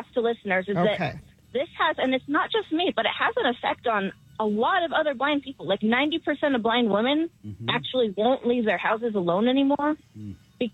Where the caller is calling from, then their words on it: Salt Lake City, Utah, United States; I'm calling from Salt Lake.